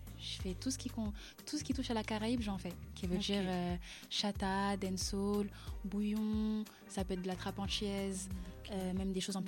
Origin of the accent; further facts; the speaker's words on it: Île-de-France, France; moi, je viens de base du 94.